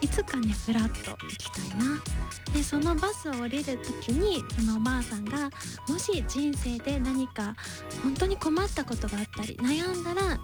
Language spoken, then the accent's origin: Japanese; Tokushima, Japan; moved away as an adult; also born or lived in Hyogo; 私当時大学生の頃、地元の徳島から一人暮らしをしていた兵庫県までの